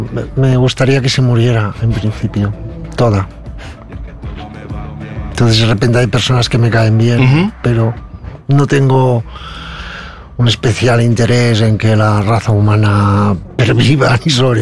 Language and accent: Spanish; Lleida, Catalonia, Spain; first language Catalan; Spanish is a second language; Eso era en un pueblo de Lérida donde yo me crié.